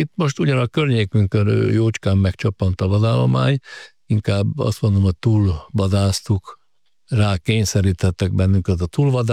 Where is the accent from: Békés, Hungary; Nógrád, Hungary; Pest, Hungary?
Nógrád, Hungary; Nagybátony; moved away as an adult; also born or lived in Mátra; now in Börzsöny, Hungary; Hát a Nógrád megyének a keleti végéből származom, nagybátonyi vagyok, a gyerekkoromat Zajdorónál az erdő közepén töltöttem